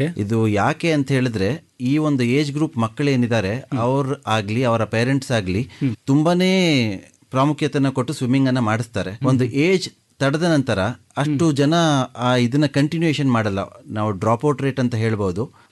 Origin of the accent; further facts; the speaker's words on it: Kodagu, Karnataka, India; now in Mysuru, India; ಮೂಲತಃ ಕೊಡಗಿನವರು, ಬಟ್ ಸದ್ಯಕ್ಕೆ ಮೈಸೂರಿನಲ್ಲಿ ಸೆಟ್ಲ್ ಆಗಿದ್ದೀವಿ.